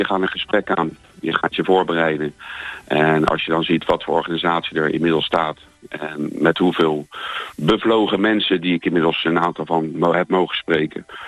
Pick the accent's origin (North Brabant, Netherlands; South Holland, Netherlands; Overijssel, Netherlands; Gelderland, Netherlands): South Holland, Netherlands; The Hague; born there; now in Alphen aan de Rijn, Netherlands; is 59 jaar, geboren in Den Haag. Naar het mooie Alphen aan de Rijn gekomen omdat ik de winkel gestart